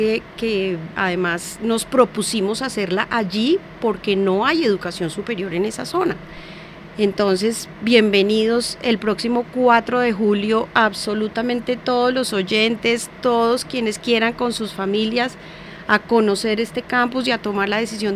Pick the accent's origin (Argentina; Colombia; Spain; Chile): Colombia; Bogotá, Bogotá Capital District; como bogotanos, como colombianos